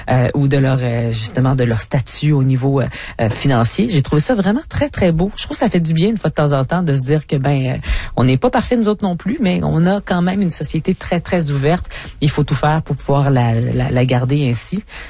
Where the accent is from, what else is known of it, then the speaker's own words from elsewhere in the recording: Quebec, Canada; en tant que Québécois, Québécoise